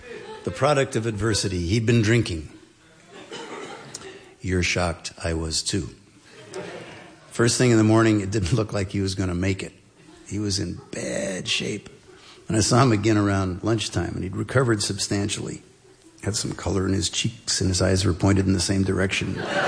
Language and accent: English; Concord, New Hampshire, United States; also born or lived in Cambridge / New York / Hillsborough, New Hampshire; I grew up in Concord, New Hampshire. Actually, I grew up at St. Paul's School, so I grew up in 18th century England. But geographically, it was in Concord, New Hampshire.